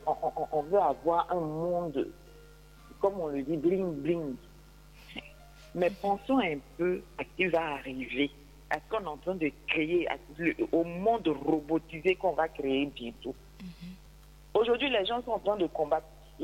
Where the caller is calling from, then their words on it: Côte d’Ivoire; chez nous en Côte d'Ivoire